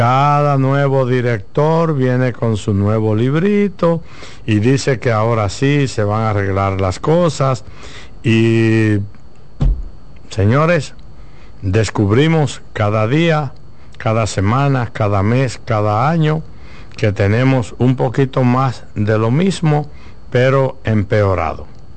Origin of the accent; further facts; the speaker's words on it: Dominican Republic; mi país, en Santo Domingo, en República Dominicana